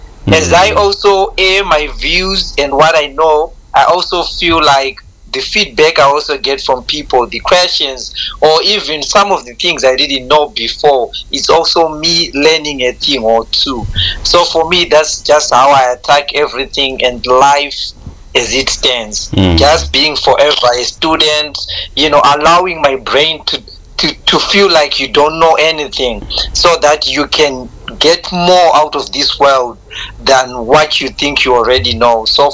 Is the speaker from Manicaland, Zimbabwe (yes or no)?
no; Harare, Zimbabwe; also born or lived in Norton, Zimbabwe; I was in Harare, where I grew up. Basically, most of my life, I saved it in a neighborhood called Budiriro.